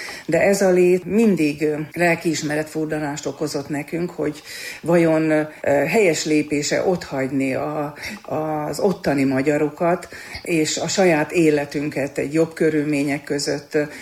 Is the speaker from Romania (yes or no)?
no; Slovakia; moved away as an adult; now in Hungary; mi mind a ketten Felvidékről származunk. Ott születtünk, ott éltünk a 18 éves korunkig, ott érettségiztünk